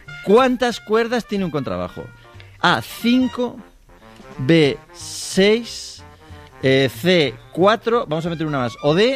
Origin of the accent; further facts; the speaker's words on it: Medina de Pomar, Castile and León, Spain; pues en mi pueblo, sí, Nieves, sí. En Medina de Pomar.